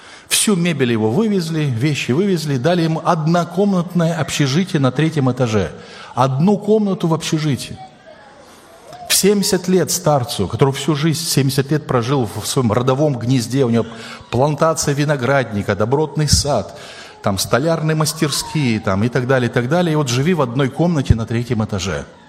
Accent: Chisinau, Moldova; мое детство, юность проходили в Кишиневе.

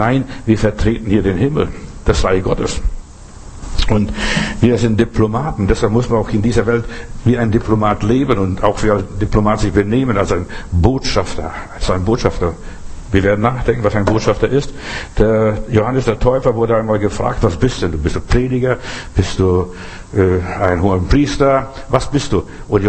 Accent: Germany; ich bin ein Deutscher und lebe hier gerne in Europa, aber das ist nicht meine Heimat.

